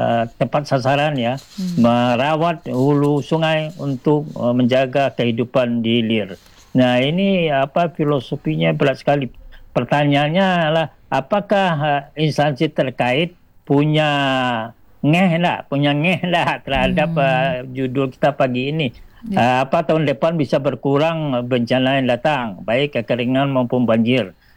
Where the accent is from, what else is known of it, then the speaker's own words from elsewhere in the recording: Padang, West Sumatra, Indonesia; saya warga Kota Padang juga